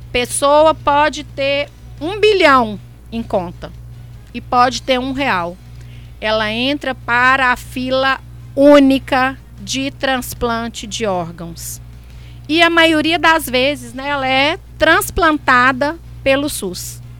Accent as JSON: {"language": "Portuguese", "country": "Brazil", "said": "para nós, enquanto brasileiros"}